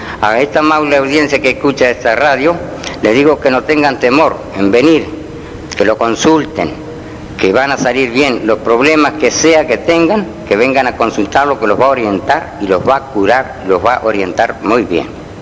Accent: Paraná, Entre Ríos, Argentina; yo soy de Paraná, vivo en, soy de acá de Paraná

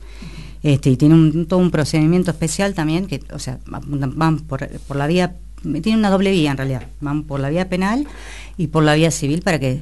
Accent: General Villegas, Buenos Aires Province, Argentina; born there; moved away; yo soy nativa de Villegas

